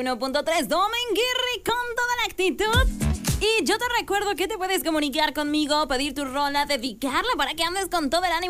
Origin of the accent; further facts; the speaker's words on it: Mexico; No, es que como buenos mexicanos